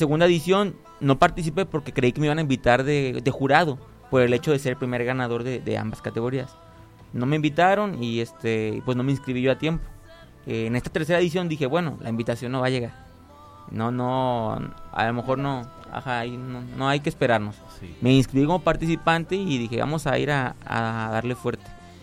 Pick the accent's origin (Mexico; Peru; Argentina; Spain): Mexico; Nayarit; Pero aquí hay una limitante para los que somos de Nayarit